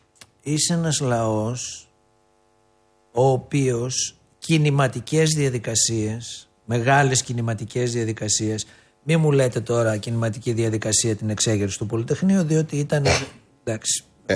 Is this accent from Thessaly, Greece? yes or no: yes; Trikala, Thessaly, Greece; Μια ερώτηση να κάνω, γιατί εγώ είμαι ζαβό από τα Τρίκαλα.